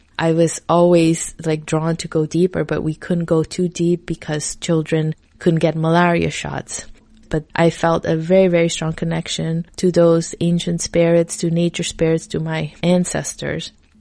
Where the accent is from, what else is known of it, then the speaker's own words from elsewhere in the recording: Suriname; I'm from Suriname. It's a country right above Brazil that not many people have heard of.